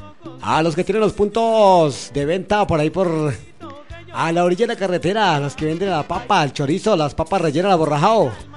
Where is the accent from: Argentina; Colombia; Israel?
Colombia